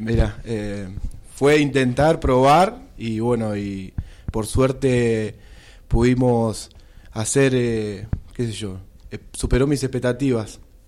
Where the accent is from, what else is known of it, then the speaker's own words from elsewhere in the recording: Buenos Aires, Argentina; moved away as an adult; siempre estuvo la idea de dejar todo allá, porque somos de Buenos Aires, y venir acá, a la tranquilidad, a la paz.